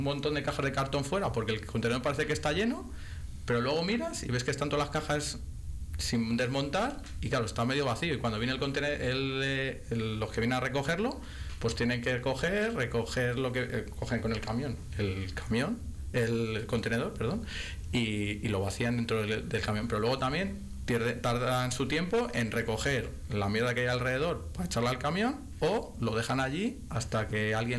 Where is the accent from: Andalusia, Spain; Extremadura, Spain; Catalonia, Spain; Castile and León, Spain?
Castile and León, Spain; La Matilla; Yo cuando estuve en mi pueblo de concejal